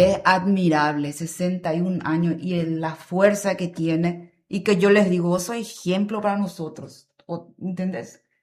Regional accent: Asunción, Paraguay; Asunción.

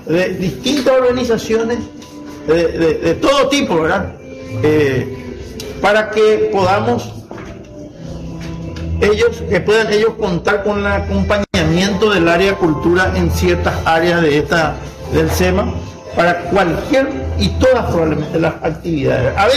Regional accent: Paraguay; pero nosotros somos del Paraguay, ya no somos solamente una referencia del sur, porque somos una referencia del Paraguay

